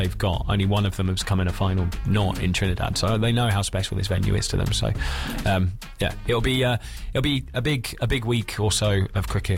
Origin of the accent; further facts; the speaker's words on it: United Kingdom; moved away; I'm too British to do it.